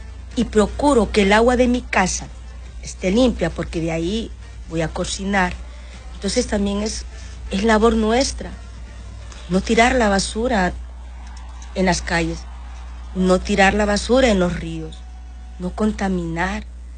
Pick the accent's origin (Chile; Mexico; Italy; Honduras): Honduras; el país somos nosotros los hondureños.